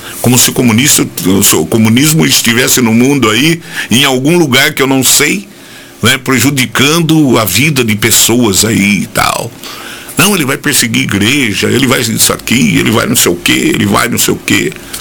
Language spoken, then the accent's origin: Portuguese; Brazil; Nós somos brasileiros e é aqui que é o nosso lugar.